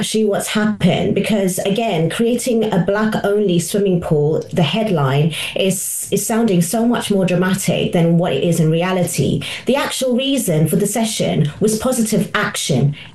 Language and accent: English; South Africa; I am born and raised in South Africa.